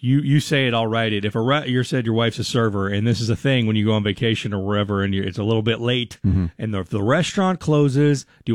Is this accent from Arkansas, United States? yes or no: yes; Springdale, Arkansas, United States